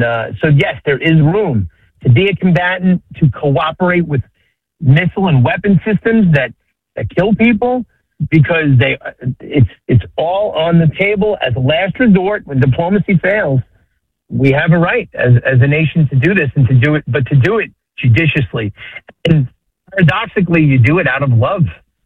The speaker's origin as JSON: {"language": "English", "country": "United States"}